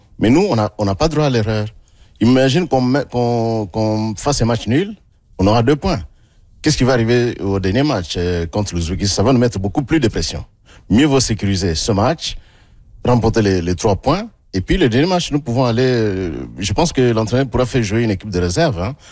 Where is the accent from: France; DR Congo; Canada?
DR Congo; Vous savez, moi, je suis Congolais. Hein. Quand je suis Congolais, moi, je crois en mes propres capacités.